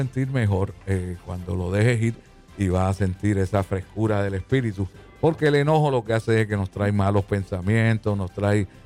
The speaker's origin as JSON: {"language": "Spanish", "country": "Puerto Rico"}